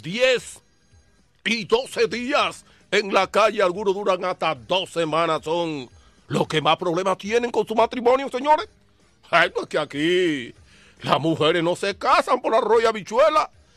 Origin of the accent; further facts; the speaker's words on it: Dominican Republic; now in Boston, United States; Tanto problema que tiene mi tierra, señores.